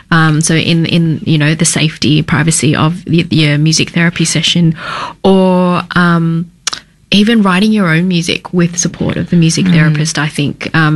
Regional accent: Sydney, New South Wales, Australia; moved away; I'm from Sydney originally

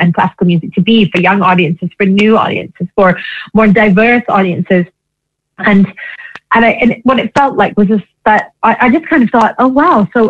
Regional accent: Melbourne, Victoria, Australia; moved away; I'm from Melbourne.

